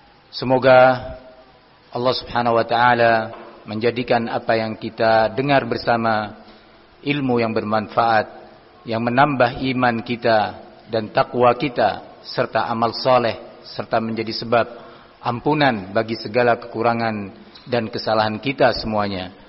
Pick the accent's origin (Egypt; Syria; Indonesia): Indonesia; Arabic is a second language; يجعل هذه الكلمة سببا لجمع كلمة السلفيين عندنا في إندونيسيا على الحق والكتاب والسنة.